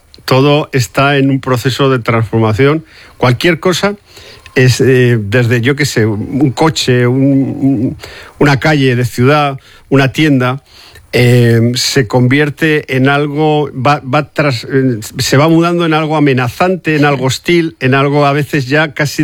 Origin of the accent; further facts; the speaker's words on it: Barbastro, Aragon, Spain; moved away; yo soy aragonés, nacido en la provincia de Huesca, en Barbastro.